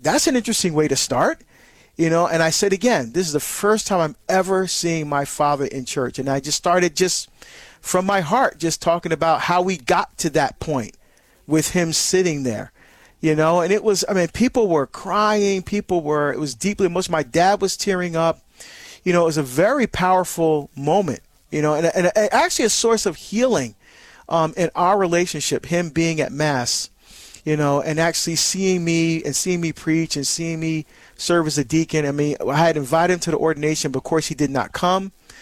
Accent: Barbados; very popular in my country, my home country of Barbados.

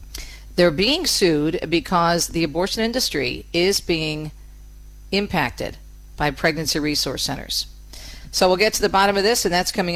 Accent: Michigan, United States; And my home state of Michigan, and God willing, we're returning there after the show on Monday.

